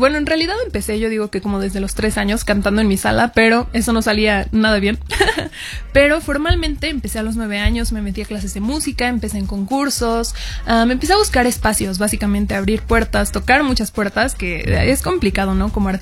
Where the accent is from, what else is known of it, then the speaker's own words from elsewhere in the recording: Mexico; tengo 21 años, soy una cantautora mexicana